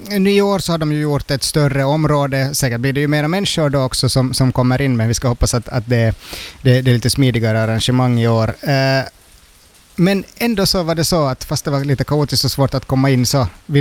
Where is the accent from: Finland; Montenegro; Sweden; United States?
Finland; Ostrobothnia; min barndom i Österbotten